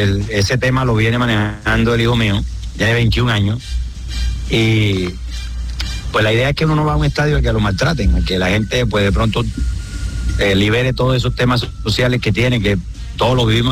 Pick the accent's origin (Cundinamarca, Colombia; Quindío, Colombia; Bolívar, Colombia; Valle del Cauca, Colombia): Bolívar, Colombia; Cartagena; Entonces, como yo me muevo en la ciudad, yo soy cartagenero.